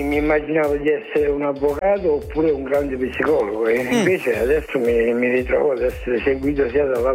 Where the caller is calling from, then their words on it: Santa Maria Capua Vetere, Campania, Italy; La provincia di Caserta, Santa Maria Capuana